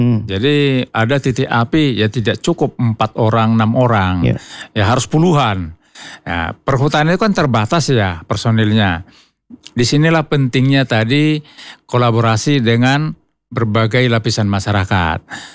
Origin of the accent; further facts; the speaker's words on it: Sumatra, Indonesia; saya kan berasal dari Sumatera.